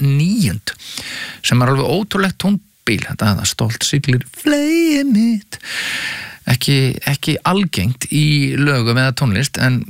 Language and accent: Icelandic; Reykjavík, Capital Region, Iceland; Þegar ég var alveg upp sem drengur í Breiðholtinu, þá var náttúrulega mikið punk og disco